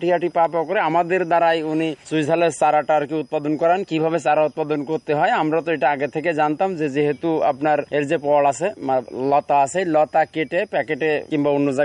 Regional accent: Dumuria, Khulna Division, Bangladesh; আমার বাড়ি খুলনা জেলা ডুমুরিয়া উপজেলা।

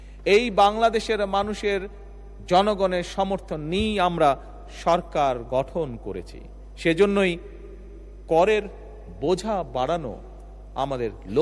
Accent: Bangladesh

